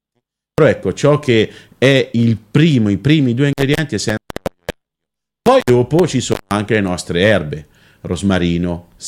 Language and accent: Italian; Mercatale, Tuscany, Italy; Io sono aretino e cortonese, perché sono del comune di Cortona, sono mercatalese.